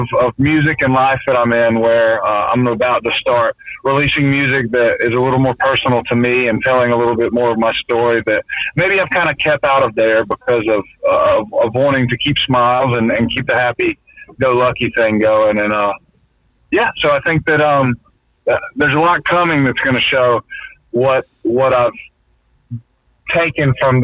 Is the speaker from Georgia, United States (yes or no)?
yes; Georgia, United States; moved away as an adult; now in Nashville, United States; I'm not a cowboy. I'm from Georgia. No. I would classify myself as a country boy